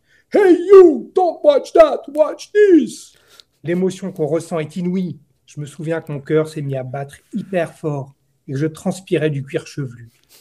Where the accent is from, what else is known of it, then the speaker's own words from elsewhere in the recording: Geneva, Switzerland; Et chez moi en Suisse, c'est l'ouverture en grande pompe d'un nouveau tronçon de 6 km sur l'autoroute entre Corpato et Avry-Devant-Pont, dans le canton de Fribourg.